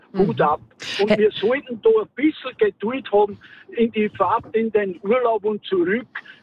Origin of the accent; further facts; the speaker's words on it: Upper Austria, Austria; Ich bin aus Oberösterreich, nachdem ich sehr reger Verkehrsteilnehmer bin, auch in dieser Region.